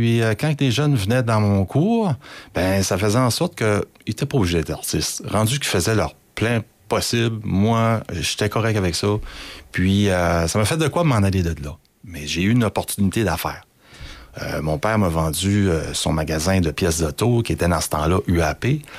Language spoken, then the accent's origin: French; Kedgwick, New Brunswick, Canada; Écoutez, moi, je viens de Kedgwick. J'ai gradué de l'école Marie-Gaétane.